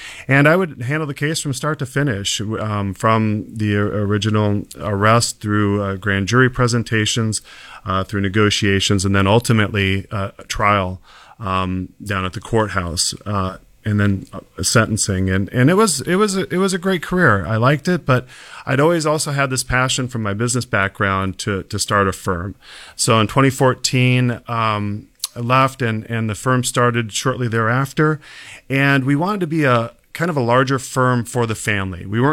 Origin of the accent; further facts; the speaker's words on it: Nebraska, United States; moved away as an adult; also born or lived in Minneapolis; now in Western New York, United States; I didn't grow up in upstate Western New York. I grew up in Nebraska. I went to the University of Nebraska